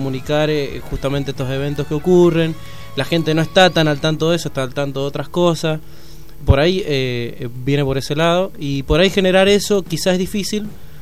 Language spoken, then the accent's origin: Spanish; San Martín, Mendoza, Argentina; Yo, por ejemplo, soy de San Martín